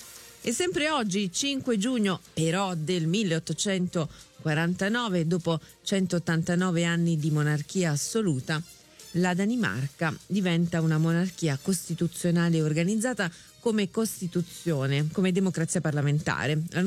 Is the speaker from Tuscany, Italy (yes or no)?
no; Rome, Lazio, Italy; non è solo perché sono di Roma